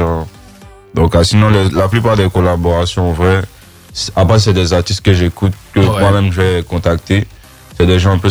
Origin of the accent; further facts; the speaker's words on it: Côte d’Ivoire; je suis ivoirien.